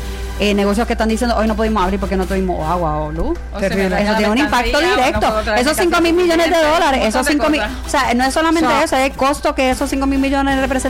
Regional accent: Puerto Rico

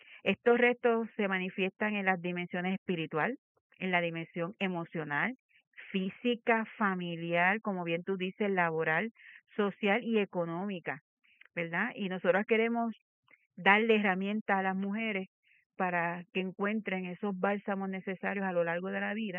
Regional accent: Puerto Rico; nosotras como mujeres puertorriqueñas

